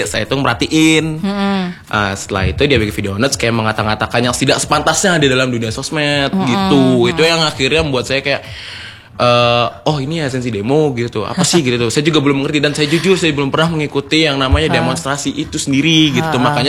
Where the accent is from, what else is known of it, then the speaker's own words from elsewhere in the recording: Klangenan, West Java, Indonesia; Halo Mas Angga, kita orang Klangenan.